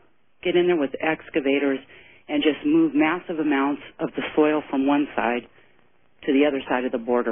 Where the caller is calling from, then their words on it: Seattle, Washington, United States; I'm in Seattle.